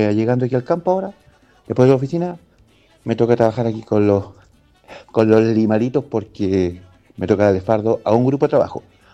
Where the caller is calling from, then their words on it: San Carlos, Ñuble, Chile; yo soy de San Carlos, puñor, no de Los Ángeles